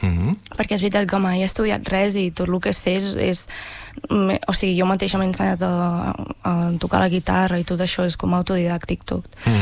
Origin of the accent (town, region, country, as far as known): Ribes de Freser, Catalonia, Spain; born or raised there